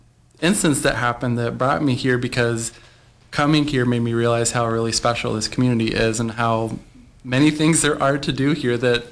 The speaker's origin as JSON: {"language": "English", "region": "Texas", "country": "United States", "tie": "born or raised there", "also_born_or_lived": "Waco, Texas / Ann Arbor, Michigan", "moved": "as an adult", "lives_now": "Kalamazoo, United States", "said": "I grew up in Dallas-Fort Worth area of Texas, did my undergrad work in music education at Baylor University in Waco"}